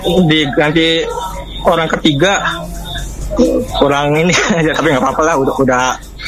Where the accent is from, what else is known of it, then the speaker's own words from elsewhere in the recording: Bekasi, West Java, Indonesia; also born or lived in Jakarta; now in United Kingdom; walaupun saya lahirnya di Jakarta, dibesarkan di Bekasi, terus tinggalnya sekarang Inggris